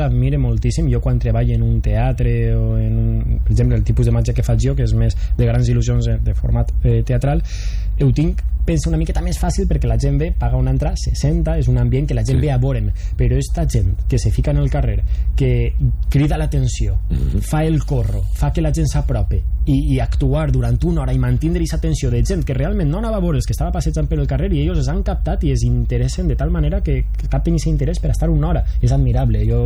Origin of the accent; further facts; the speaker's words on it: La Vall d'Uixó, Valencian Community, Spain; el meu poble